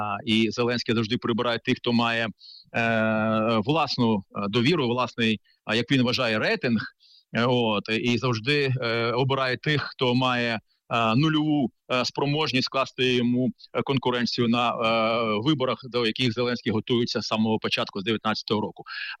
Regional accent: Mykolaiv, Mykolaiv Oblast, Ukraine; я сам з Миколаєва

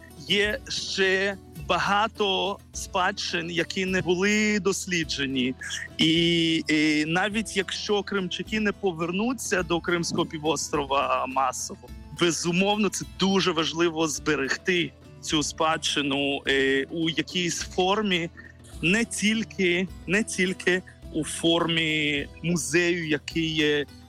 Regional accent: Crimea, Ukraine; ми з Криму, наші батьки з України, з Криму, не просто з України

